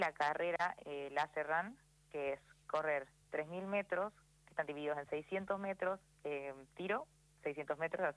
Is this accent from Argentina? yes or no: yes; Salta, Argentina; Yo soy de Capital.